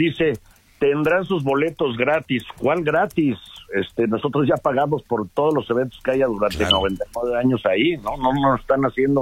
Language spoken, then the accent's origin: Spanish; Mexico